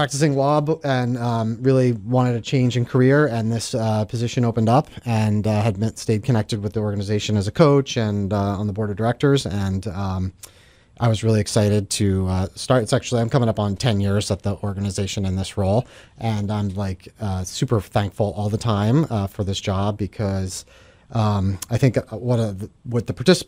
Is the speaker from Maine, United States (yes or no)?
yes; Biddeford Pool, Maine, United States; I grew up in Biddeford Pool, and I was kind of like the scholarship kid there, and the community was really welcoming.